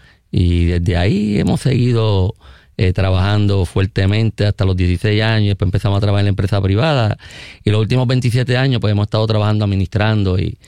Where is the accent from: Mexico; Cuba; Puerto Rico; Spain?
Puerto Rico; Cataño; somos de Vista del Morro. Una urbanización en Vista del Morro está frente, casi frente a la Bacardí. Ahí nos criamos, ahí crecimos.